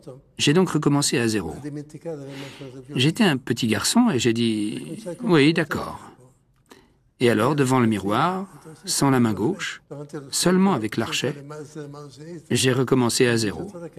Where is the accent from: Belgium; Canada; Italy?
Italy; Ponte sul Mincio, Lombardy; French is a second language; also born or lived in Barletta; Je suis né à Barletta en 1914. La guerre a éclaté, j'étais bébé. Mon père a été rappelé et nous sommes allés dans un petit village nommé Ponte sul Mincio, près du lac de Garde.